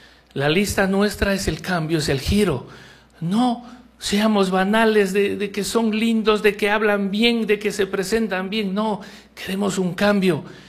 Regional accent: Macas, Morona Santiago, Ecuador; nos identificamos como macabeos

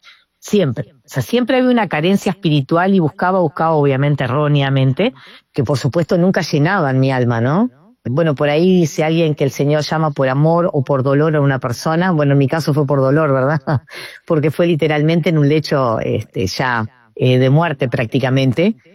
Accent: Montevideo, Uruguay

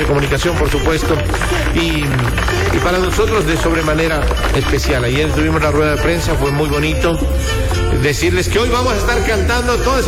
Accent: Loja, Ecuador; born there; Lojano. Pues yo siempre digo, nací orgullosamente en Loja.

